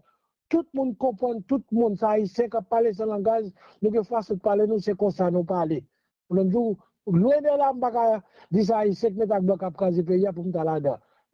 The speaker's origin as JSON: {"language": "French", "country": "Haiti", "said": "Moi-même, je suis haïtien, je suis Haïti, je suis pays."}